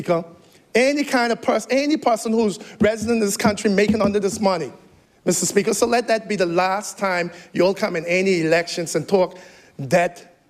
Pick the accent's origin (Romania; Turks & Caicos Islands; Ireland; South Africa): Turks & Caicos Islands; Cockburn Town, Grand Turk; I'm from Turks and Caicos Islands, Grand Turk, Palm Grove, Grand Turk.